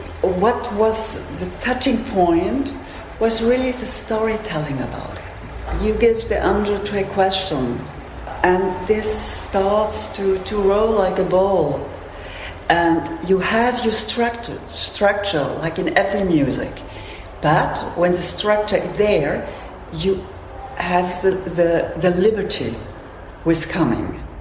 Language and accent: English; Vienna, Austria; So I grew up in the classical world in Vienna. That was also from the background of my parents.